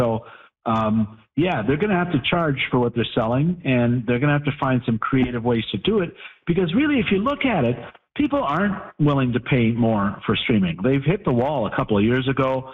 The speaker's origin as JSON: {"language": "English", "town": "Toronto", "region": "Ontario", "country": "Canada", "tie": "born or raised there", "said": "when I was a kid growing up in Etobicoke"}